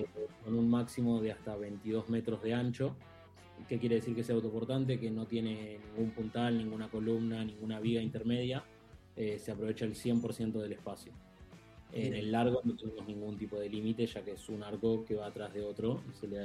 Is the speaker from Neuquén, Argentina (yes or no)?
yes; Neuquén, Argentina; Somos neuquinos y fabricamos en Neuquén